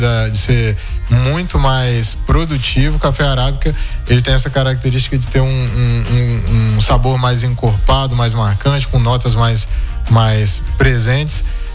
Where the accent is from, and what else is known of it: Bahia, Brazil; moved away